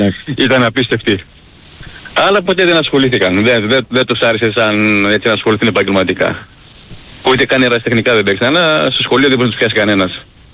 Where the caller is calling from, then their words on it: Cyprus; Γεια σου, φίλε μου Κώστα. … από Κύπρο.